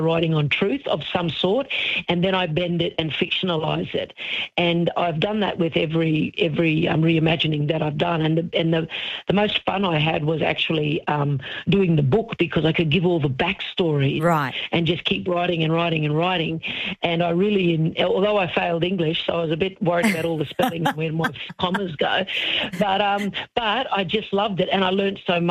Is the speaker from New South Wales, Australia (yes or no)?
no; Mergan, Queensland, Australia; Yeah, well, I grew up in Mergan in the 70s, and as I said before, my mum was Aboriginal, my dad's white, but he wasn't around in my life when I was growing up, so I grew up very much with my black mum